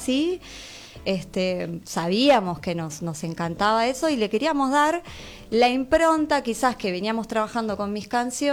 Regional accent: Bahía Blanca, Buenos Aires Province, Argentina; born there; Los dos somos de Bahía Blanca, bueno, nacidos ahí en el mismo lugar.

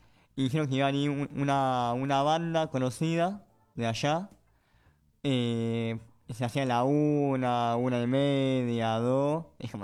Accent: Argentina; no ir como un argentino más

